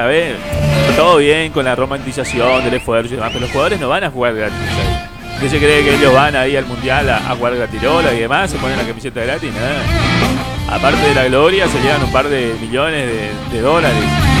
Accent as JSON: {"language": "Spanish", "country": "Argentina", "said": "Como argentinos queremos ganar."}